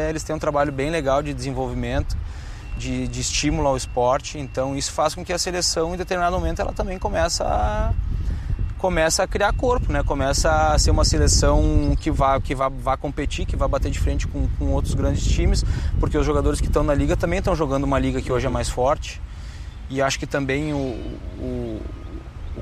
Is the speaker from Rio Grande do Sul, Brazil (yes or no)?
yes; Rio Grande do Sul, Brazil; até porque eu sou de lá, né? Eu sou gaúcho, então as minhas raízes, a minha família tá toda lá